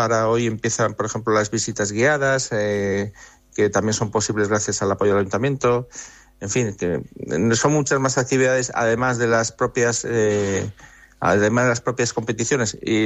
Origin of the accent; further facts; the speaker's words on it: Valladolid, Castile and León, Spain; las personas que lo hemos promovido somos de aquí, de Valladolid.